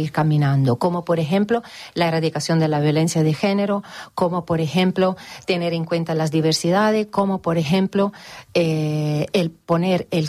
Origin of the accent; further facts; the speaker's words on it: Italy; now in Andalusia, Spain; Me corrijo, italiana andaluza.